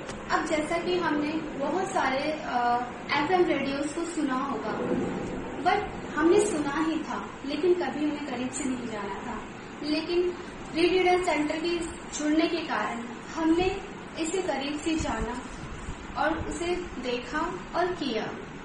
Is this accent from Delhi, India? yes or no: yes; Delhi, India; और मैं दिल्ली से हूँ।